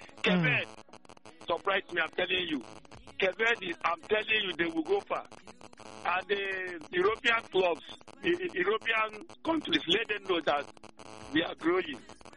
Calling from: Aba, Abia, Nigeria; I'm calling from Abba.

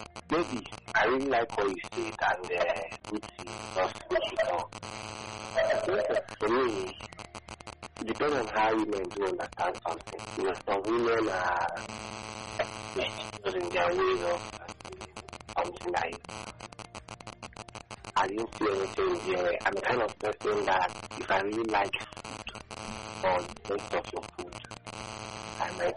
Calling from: Dubai, United Arab Emirates; I'm calling from Dubai.

